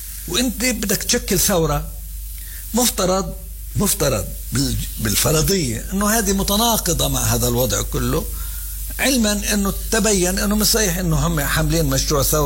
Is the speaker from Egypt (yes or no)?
no; Palestine; احنا لازم نعارض قرار 242 كفلسطينيين، كثورة، كمنظمة التحرير